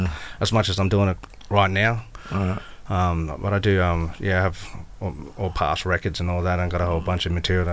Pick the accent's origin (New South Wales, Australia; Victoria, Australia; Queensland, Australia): Queensland, Australia; Brisbane; also born or lived in Inala; My mob is Waka Waka. Yeah. And my background, like I grew up here in Brisbane, so I represent Brisbane as a rapper, as an artist.